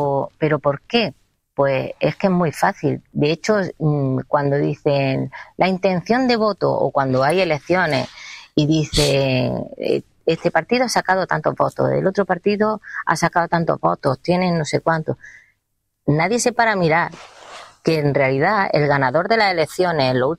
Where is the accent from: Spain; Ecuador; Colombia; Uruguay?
Spain; Castilla-La Mancha; Claro, veníamos de La Mancha, y mi madre dijo, ¡ay, qué traje!